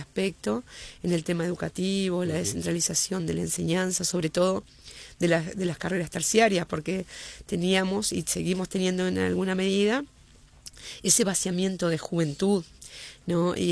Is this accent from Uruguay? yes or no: yes; Tacuarembó, Uruguay; Soy de Tacuarembó, vivo en Tacuarembó, vivo y lucho en Tacuarembó.